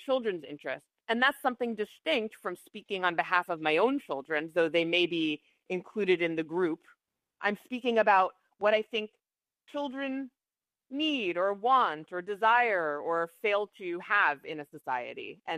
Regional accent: Hackensack, New Jersey, United States; my hometown of Hackensack, New Jersey, where I was taken to city council meetings as a kid

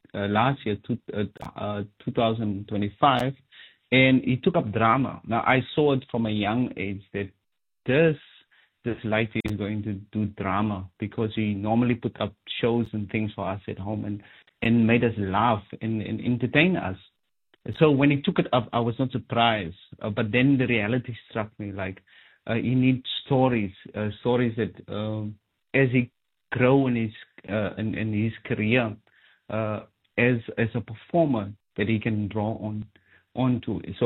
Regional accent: Northern Cape, South Africa; moved away as an adult; now in Cape Town, South Africa; I'm from the Makwaland, so in most cases, wherever we go, we walk.

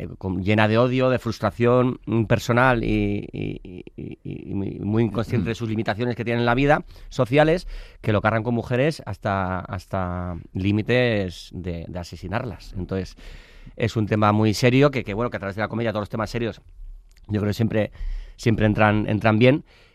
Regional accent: Basque Country, Spain; Soy vasco, sí, todo el mundo, todos los rodajes, ¡ay, qué frío! Pero si eres vasco, si eres del norte, que soy tan vasco como friolero, que conste en acta.

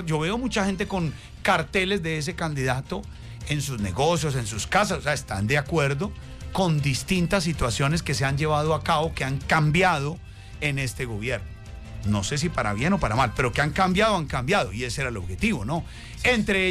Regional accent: Colombia; Y es, uno escoge como colombiano qué continuidad, si quiere darle esa continuidad o no.

